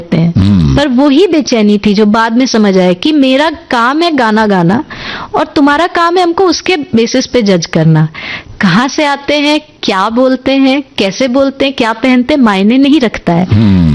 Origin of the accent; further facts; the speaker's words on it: Bihar, India; अरे भाई, हम बिहार से हैं तो हम अंग्रेजी में भी बात कर सकते हैं.